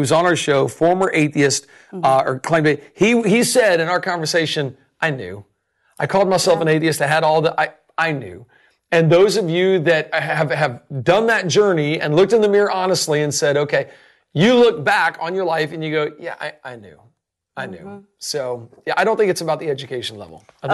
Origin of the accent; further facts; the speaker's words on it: Pensacola, Florida, United States; Society conference right here in Pensacola. Yeah. I'm going to call it R because it's right here in my hometown this year, which is really cool.